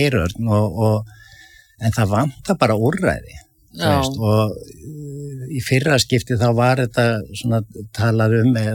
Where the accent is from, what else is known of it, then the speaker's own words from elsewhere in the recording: Reykjavík, Capital Region, Iceland; also born or lived in Hverfisgata, downtown Reykjavík; Sko, ég elst upp í Álftamýrinni og síðan flytjum við nýr í miðbæ þegar ég er 11 ára